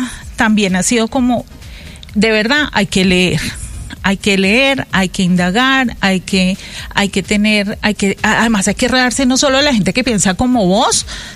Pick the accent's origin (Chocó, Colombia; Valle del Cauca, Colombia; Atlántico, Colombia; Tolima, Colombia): Valle del Cauca, Colombia; Cali; born or raised there; also born or lived in Armenia, Colombia